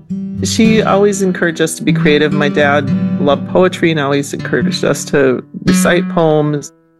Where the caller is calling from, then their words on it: Minneapolis, Minnesota, United States; I am joining you from Minneapolis, Kakabikang.